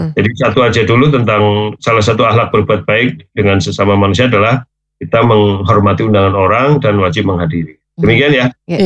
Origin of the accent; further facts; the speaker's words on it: Central Java, Indonesia; now in Larangan area; dulu kan saya tinggalnya di belakang, depan geriatri itu, Mbak Citra Putri, belakang si Muhammadiyah. Saya memang lahir besar di situ, di Sokajaya, Sokanegara.